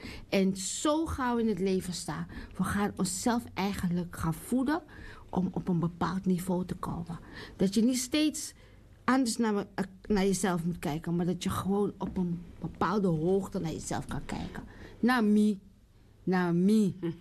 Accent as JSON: {"language": "Dutch", "country": "Suriname", "said": "zijn zelf ook trots als Surinamers. Trots op onszelf, trots op de dingen die we doen"}